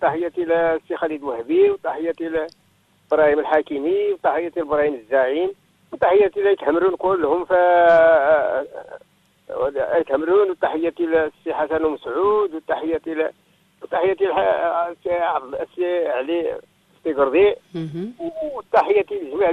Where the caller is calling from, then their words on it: Marrakesh-Safi, Morocco; من الحوز.